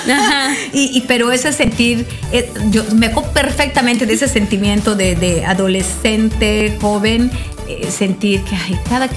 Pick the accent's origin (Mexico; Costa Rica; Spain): Mexico; Viva México, somos mexicanos.